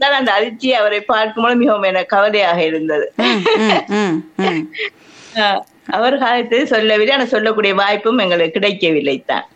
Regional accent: Muttur, Eastern Province, Sri Lanka; also born or lived in Trincomalee; திருமணம் முடிந்து நான் திருவோணமலைக்கு போய்விட்டேன். எனது ஊர் மூதூர். அங்கிருந்து ஒரு 3 வருடத்துக்கு பின் ஊருக்கு வருகிறேன்.

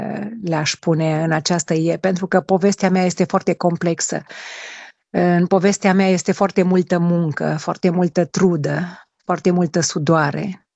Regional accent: Romania; să fim mândri noi românii

